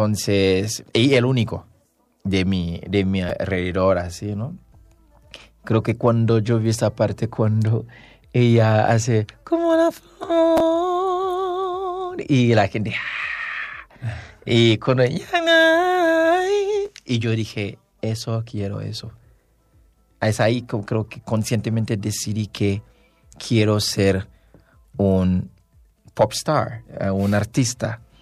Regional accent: Haiti; now in Mexico City, Mexico; Nací y crecí en Haití. Y justo ya hace 6 años que vine aquí, estudié en Jalapa

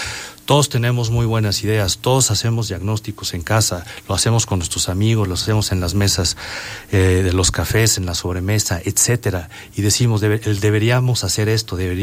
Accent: Cuernavaca, Morelos, Mexico; Somos la gente de Cuernavaca.

